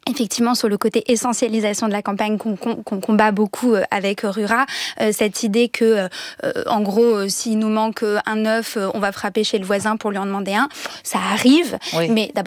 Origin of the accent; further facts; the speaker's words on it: Auvergne-Rhône-Alpes, France; Et moi, c'était un peu ce que je ressentais dans l'Allier, c'est-à-dire effectivement les haies du bocage bourbonnais